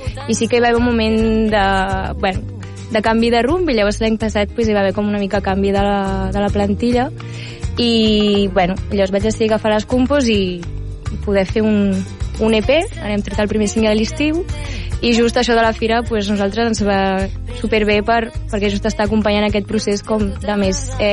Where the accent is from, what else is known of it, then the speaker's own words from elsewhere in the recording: La Garriga, Catalonia, Spain; soc de la Garriga i allà hi ha molta tradició rumbera